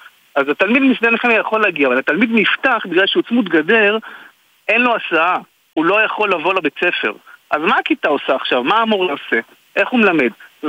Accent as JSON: {"language": "Hebrew", "town": "Kiryat Shmona", "region": "Northern District", "country": "Israel", "tie": "born or raised there", "also_born_or_lived": "Herzliya", "said": "אני גדלתי ונולדתי וגדלתי בקריית שמונה. יצאתי החוצה, גרתי 10 שנים בהרצליה, במרכז, למדתי, התפתחתי"}